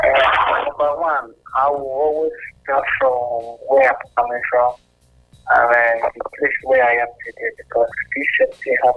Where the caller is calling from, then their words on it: England, United Kingdom; I'm calling from England.